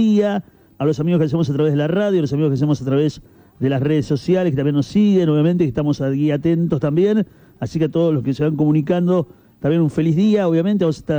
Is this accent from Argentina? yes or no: yes; Argentina